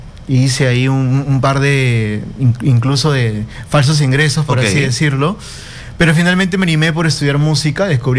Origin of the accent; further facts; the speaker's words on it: Trujillo, La Libertad, Peru; moved away as an adult; now in Lima, Peru; Me sacaron del país, yo soy de Trujillo